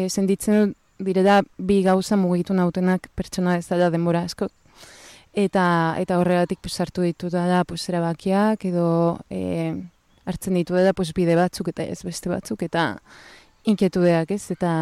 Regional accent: Cádiz, Andalusia, Spain; Eta pues azkenean pizkanaka lortu zuten pues establezitzea Andaluzian eta hor jaio ginen gu ni ta nera izpa. Eta Kadizen egon ginen bizitzen

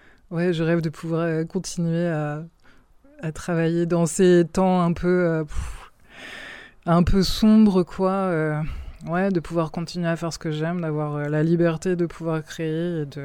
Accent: Normandy, France; moved away as an adult; now in Hendaye, France; Bon, moi, je suis normande à la base, mais ça fait 15 ans que j'ai été adoptée par Hendaye.

